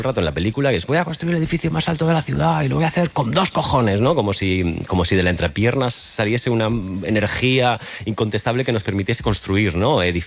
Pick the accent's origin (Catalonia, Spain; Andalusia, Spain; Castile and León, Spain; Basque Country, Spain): Catalonia, Spain; Porque yo soy catalán, entonces los catalanes que nacimos a finales de los 90